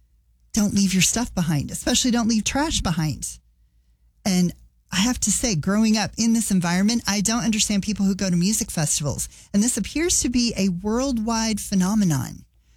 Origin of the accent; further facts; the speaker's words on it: Colorado, United States; also born or lived in Omaha, Nebraska; I grew up in Colorado, born in Omaha, grew up in Colorado, actually spent a lot of time in Colorado when we still lived in Omaha.